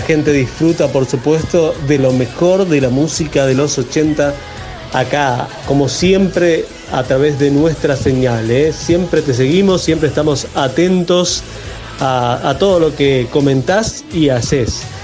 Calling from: Gobernador Virasoro, Corrientes, Argentina; Acá desde Virasoro, Corrientes, te enviamos nuestro saludo como siempre.

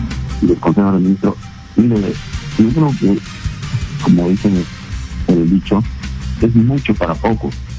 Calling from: Lima, Peru; De Santa Anita

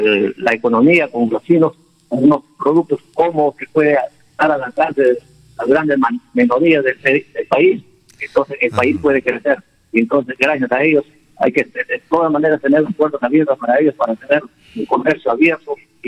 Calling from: Peru; nosotros los peruanos no somos para ser subordinados por ningún país

